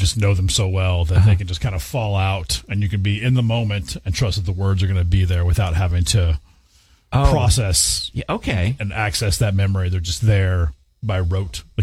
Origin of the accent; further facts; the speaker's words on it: California, United States; I was, I grew up in Northern California, was dragged here against my will by my mother because she wanted to come back home because she grew up here.